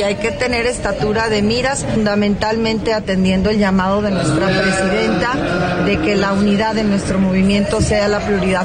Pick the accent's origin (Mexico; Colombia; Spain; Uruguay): Mexico; Zacatecas; mi tierra, Zacatecas.